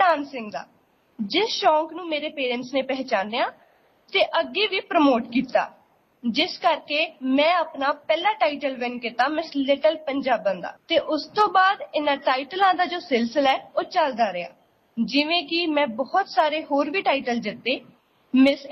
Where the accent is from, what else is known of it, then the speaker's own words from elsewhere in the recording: Bathinda, Punjab, India; ਮੈਂ ਬਠਿੰਡਾ ਦੀ ਜੰਮਪਲ ਹਾਂ।